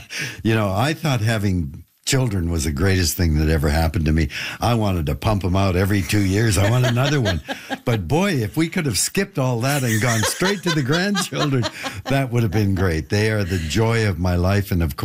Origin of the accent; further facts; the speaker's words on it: Canada; when we're born in Canada